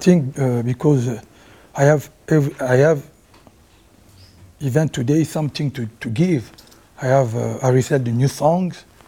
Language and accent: English; Kinshasa, DR Congo; English is a second language; moved away as an adult; also born or lived in Paris; because I grew up in Kinshasa, mm-hmm. and I go to the Paris when I was, used to be a little bit, you know, like 20, mm-hmm. 19, 20. Mm-hmm. So I have both culture, you know, Congolese culture and Rumba music.